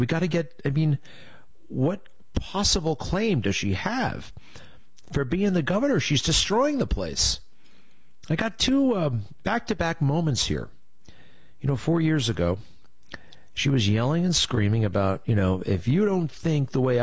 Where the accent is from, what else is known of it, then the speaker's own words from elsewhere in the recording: Nassau County, New York, United States; I grew up in Nassau County.